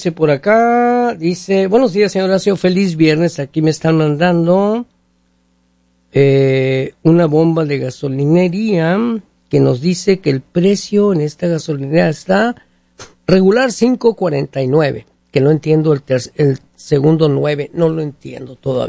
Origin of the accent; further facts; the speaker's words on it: Mexico; now in Seattle, United States; todos somos de México aquí en el Rey 1360